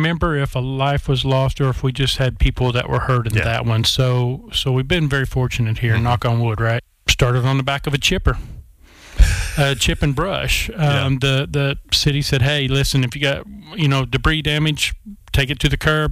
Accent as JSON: {"language": "English", "town": "Stillwater", "region": "Oklahoma", "country": "United States", "tie": "born or raised there", "said": "Born and raised in Stillwater, Oklahoma. I'm 55 years old this year."}